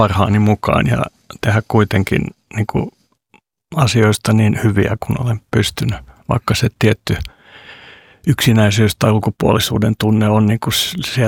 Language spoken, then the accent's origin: Finnish; Helsinki, Uusimaa, Finland; first language Swedish; Finnish is a second language; tuonne 10-vuotiaaksi saakka niin vartuin kerrostalopihalla iso taloyhtiö Ulvilantiellä Munkkivuoressa raput A-sta F-ään 6 tai 7 kerrosta